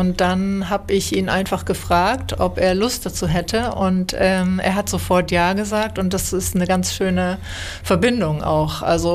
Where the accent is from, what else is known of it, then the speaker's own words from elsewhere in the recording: Hamburg, Germany; moved away as an adult; now in Bremen, Germany; Ich lebe und arbeite in Bremen. Ich bin zum Studieren hergekommen. Eigentlich komme ich aus Hamburg.